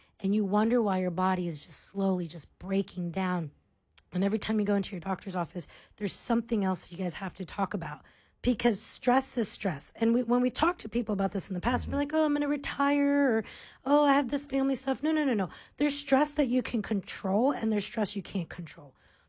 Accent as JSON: {"language": "English", "region": "Florida", "country": "United States", "moved": "yes", "said": "I'm originally from Florida."}